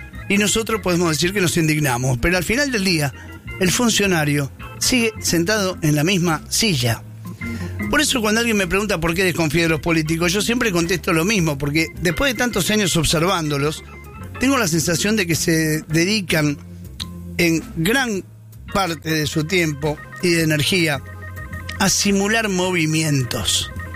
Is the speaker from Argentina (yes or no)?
yes; Argentina; nosotros somos argentinos.